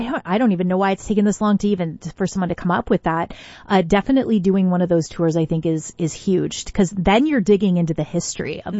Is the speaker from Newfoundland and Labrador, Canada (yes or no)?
no; Tecumseh, Ontario, Canada; I grew up in Tecumseh